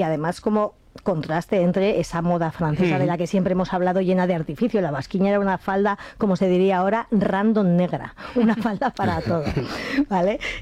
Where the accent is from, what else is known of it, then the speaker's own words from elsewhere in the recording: Madrid, Community of Madrid, Spain; estabais ahí vacilándome un poco con los chulapos y con los chulitos que somos los madrileños, ¿verdad?